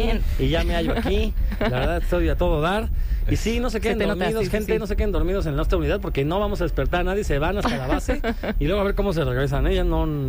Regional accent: Mexico; Yo soy muy mal mexicano.

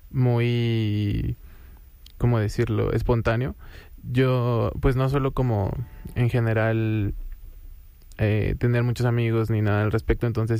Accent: Mexico City, Mexico; Yo soy del oriente de la ciudad, casi el estado.

